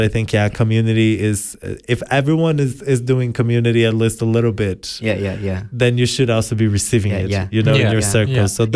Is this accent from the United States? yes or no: no; Brazil; English is a second language; moved away as an adult